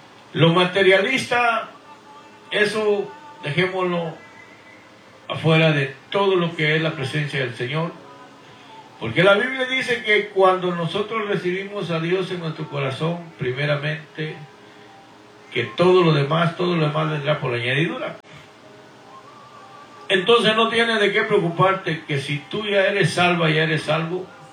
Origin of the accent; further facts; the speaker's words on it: Guatemala; moved away as an adult; now in Houston, United States; yo también soy nacido allá en la República de Guatemala. Y habito y vivo aquí en Houston, Texas, por ya pasadito de 30 años